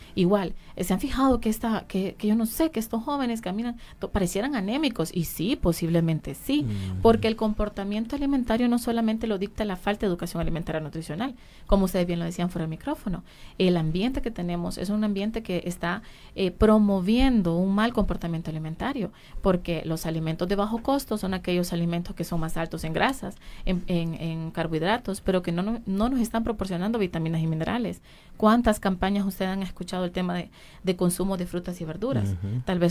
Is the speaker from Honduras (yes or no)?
yes; Honduras; y como hondureños ni la fortalecemos ni la estamos protegiendo